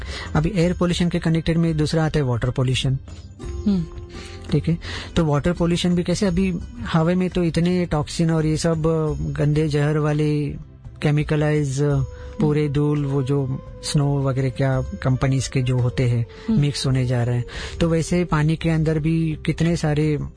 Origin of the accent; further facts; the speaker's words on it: Mumbai, Maharashtra, India; जैसे अभी मैं मुंबई से बिलोंग करते, तो मैं मुंबई के बारे में आपको बताना चाहता हूँ